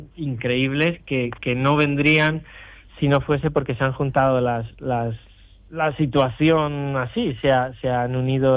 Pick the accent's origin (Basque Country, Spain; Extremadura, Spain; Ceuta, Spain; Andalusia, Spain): Andalusia, Spain; Sorbas; moved away as an adult; also born or lived in Almería; now in Hong Kong; Yo nací en Almería, pero bueno, soy de Sorbas.